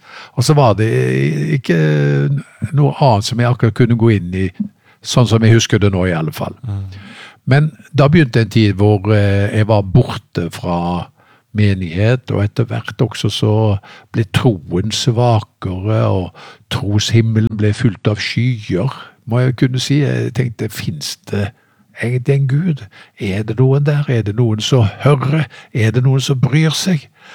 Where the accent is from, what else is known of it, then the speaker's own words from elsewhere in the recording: Haugesund, Rogaland, Norway; Ja, jeg kommer jo da fra Haugesund opprinnelig, selv om dialekten litt avslept med årene, for jeg har bodd mange steder, så det Haugesund som fødebyen.